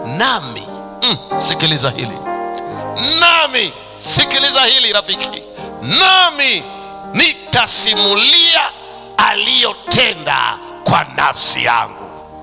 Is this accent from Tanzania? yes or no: yes; Tanzania